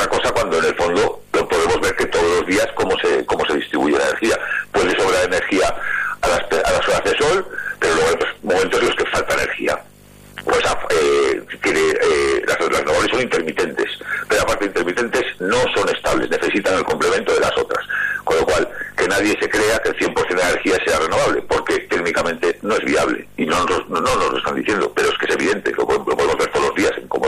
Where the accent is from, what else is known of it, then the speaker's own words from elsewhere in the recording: Aragon, Spain; Y yo, por ejemplo, soy de Aragonés y en Aragón hemos visto